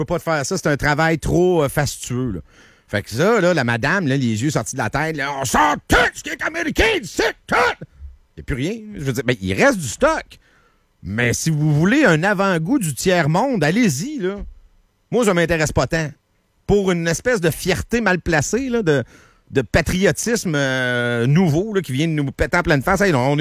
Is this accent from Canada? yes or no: yes; Canada; Nous autres, on n'est pas comme ça, on est des Canadiens, nous autres.